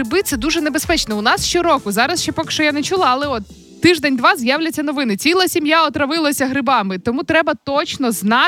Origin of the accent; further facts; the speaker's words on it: Kyiv Oblast, Ukraine; moved away; я виросла в Чорнобильській зоні